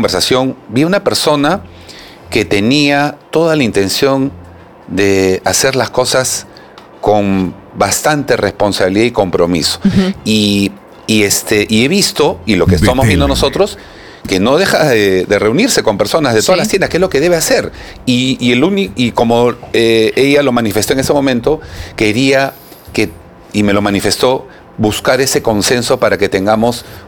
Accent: Peru

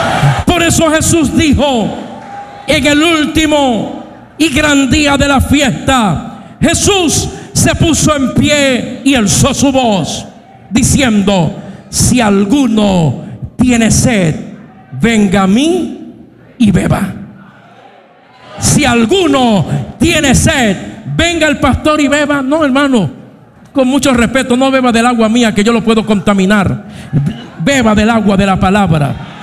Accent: Puerto Rico; Yo me voy para mi desierto o mis valles en mi tierra, Puerto Rico.

